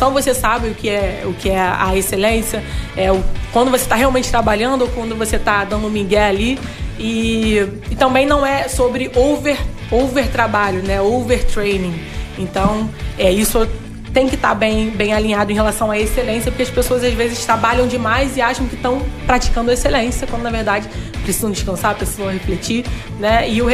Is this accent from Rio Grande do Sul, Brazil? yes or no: no; Rio de Janeiro, Brazil; Eu sou cria de Cascadura, uma rua sem saída.